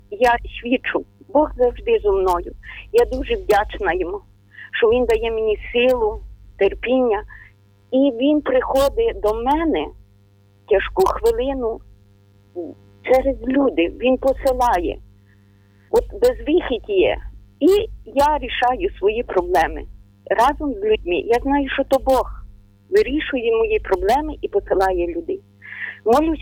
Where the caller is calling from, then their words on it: Ternopil Oblast, Ukraine; ми з України … Тернопільщина.